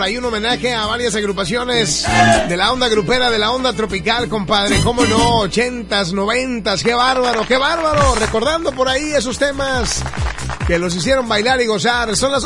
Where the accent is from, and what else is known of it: Mexico